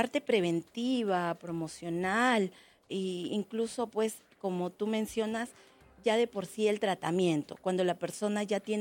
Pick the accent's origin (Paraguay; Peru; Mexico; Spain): Peru; nosotros somos 35 millones de peruanos aproximadamente